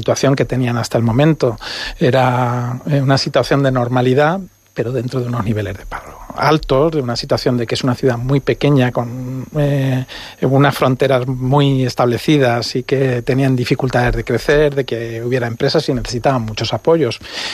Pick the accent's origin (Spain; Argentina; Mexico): Spain; somos españoles, tenemos que dar respuesta como españoles en todas las comunidades autónomas